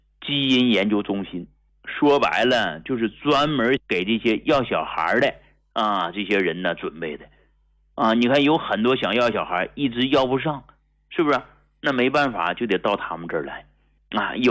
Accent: Hegang, Heilongjiang, China; 我是从农村走出来的中医大夫，一个土生土长的农民的儿子啊，从黑龙江鹤岗农村走出来的一个平民医者

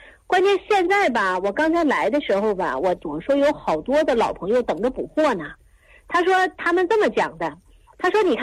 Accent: Jilin, China; born or raised there; moved away

